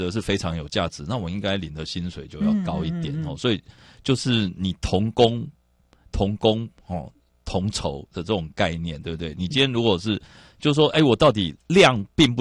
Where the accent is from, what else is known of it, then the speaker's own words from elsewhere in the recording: Taiwan; 就好像穷忙已经快变成我们台湾人的 DNA 了